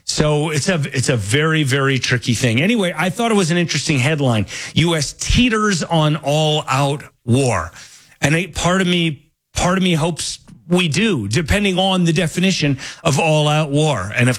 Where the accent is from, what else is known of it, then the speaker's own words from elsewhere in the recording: United States; as an American